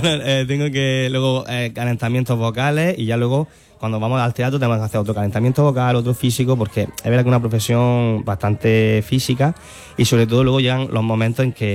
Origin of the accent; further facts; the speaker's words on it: Almería, Andalusia, Spain; moved away as an adult; He de decir que cuando yo me fui de Almería muy chiquitito, con 20 años me fui de aquí